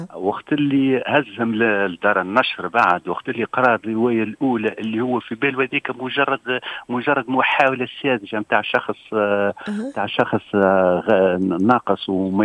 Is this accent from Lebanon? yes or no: no; Tunisia